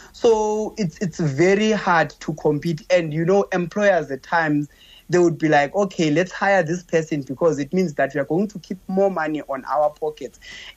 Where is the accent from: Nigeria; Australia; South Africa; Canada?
South Africa